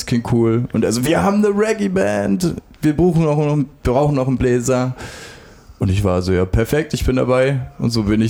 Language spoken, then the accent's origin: German; Cottbus, Brandenburg, Germany; moved away as an adult; now in Erfurt, Germany; Ich komme ursprünglich aus Cottbus und bin jetzt vor 5 Monaten nach Erfurt gezogen.